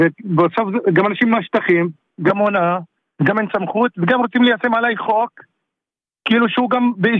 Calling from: Lod, Central District, Israel

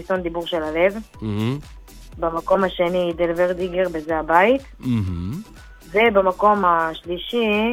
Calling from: Ashdod, Southern District, Israel

